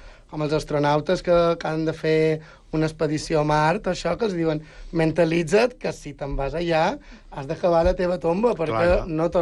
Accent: Balearic Islands, Spain; també soc mallorquí

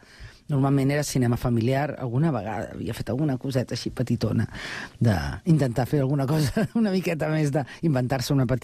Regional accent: Barcelona, Catalonia, Spain; moved away as an adult; now in Sant Cugat del Vallès, Spain; em sento molt santcugatenca després de més de 20 anys visquent aquí, però jo sóc nascuda a Barcelona

